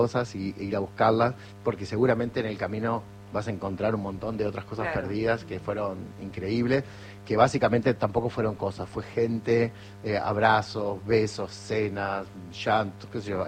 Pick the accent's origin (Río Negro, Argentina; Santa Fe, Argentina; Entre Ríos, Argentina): Santa Fe, Argentina; Gálvez; also born or lived in Junín; Sí, básicamente soy de Gálvez, sí.